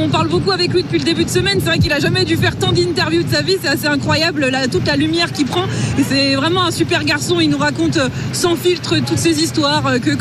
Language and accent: French; Brittany, France; Je suis bretonne.